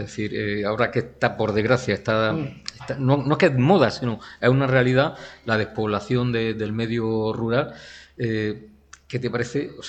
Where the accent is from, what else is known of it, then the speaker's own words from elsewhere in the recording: El Ejido, Andalusia, Spain; moved away; Yo vengo del ejido